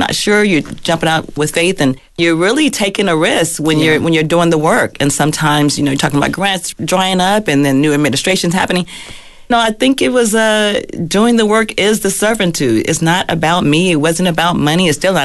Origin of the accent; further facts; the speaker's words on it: Compton, California, United States; So growing up in Compton, created those spaces.